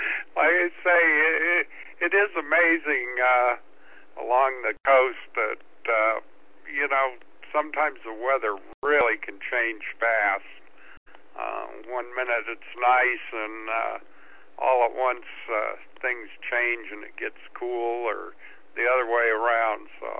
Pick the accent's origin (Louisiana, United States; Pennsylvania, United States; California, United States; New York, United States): California, United States; I've been in California since 1950 when I was three